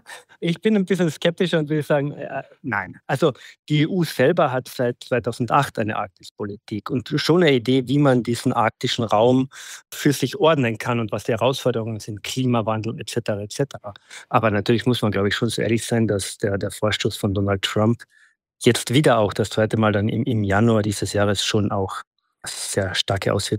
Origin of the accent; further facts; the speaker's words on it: Austria; als gebürtigen Österreicher